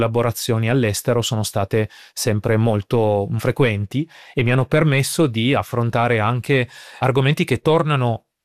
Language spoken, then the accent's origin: Italian; Piedmont, Italy; Sono originario della provincia di Cuneo